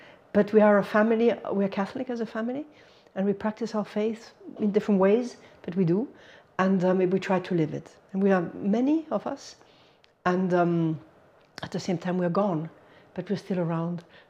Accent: Munich, Bavaria, Germany; English is a second language; I am from Germany. I was born in Germany from a Hungarian father and a sort of Italian-German mother. So a mix of nations in our home. And I was born in Munich many years ago, 1958.

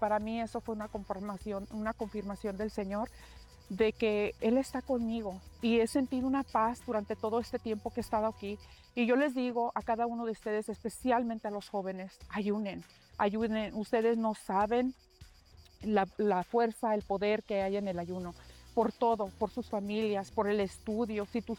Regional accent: Mexico; now in Antioch, United States; Venimos de Antioch, California, originarios de México.

